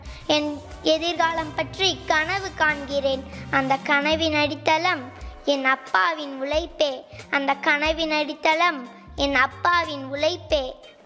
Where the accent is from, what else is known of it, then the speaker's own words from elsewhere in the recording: Sankagiri, Tamil Nadu, India; சங்ககிரியில இருந்து வரேன் சார்.